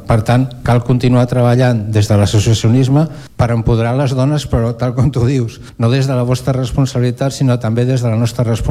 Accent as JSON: {"language": "Catalan", "town": "Esplugues de Llobregat", "region": "Catalonia", "country": "Spain", "said": "Segurament som espluguins, que ens diuen cargolins"}